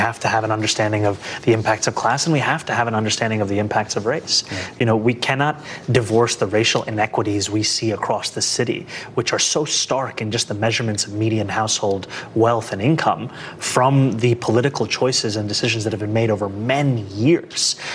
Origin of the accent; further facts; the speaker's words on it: New York City, New York, United States; we are both from New York City, and we share a love of this city